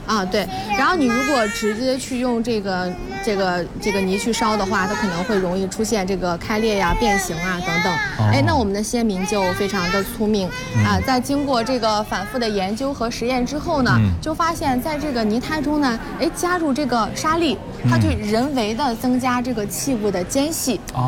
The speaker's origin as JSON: {"language": "Chinese", "region": "Henan", "country": "China", "said": "像咱们河南人一样，是不是特别实在？"}